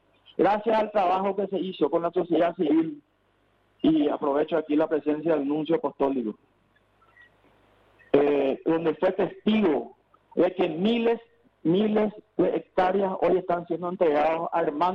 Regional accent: Paraguay; como productor y como paraguayo

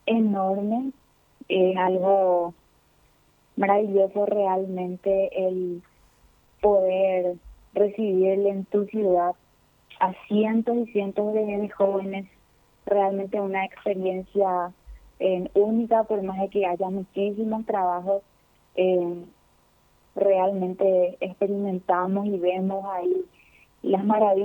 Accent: Caaguazú, Paraguay; Yo soy de la diócesis de Coronel Oviedo, de la ciudad de Caaguazú

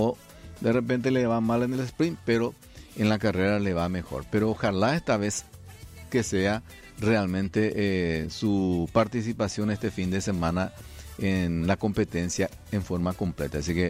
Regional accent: Paraguay; pensé como paraguayo que lo más probable es cuña caraíma

